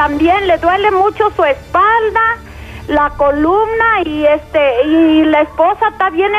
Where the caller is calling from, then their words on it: Ameca, Jalisco, Mexico; Ameca, Jalisco.